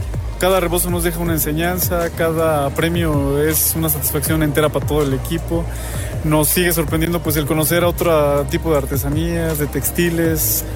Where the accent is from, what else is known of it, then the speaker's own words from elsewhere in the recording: Calimaya, State of Mexico, Mexico; mi municipio, que es Calimaya